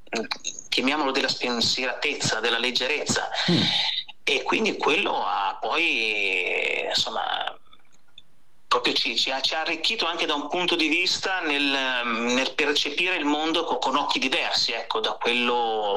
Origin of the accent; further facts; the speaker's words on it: Lombardy, Italy; born there; ero nel mio paese dove risiedo, che è un piccolo paese del Mantovano, di Limpenta